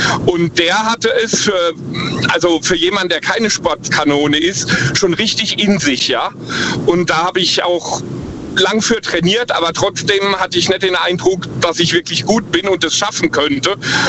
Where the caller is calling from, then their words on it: Ruppertsberg, Rhineland-Palatinate, Germany; Ich komme aus der Ecke Ruppertsberg.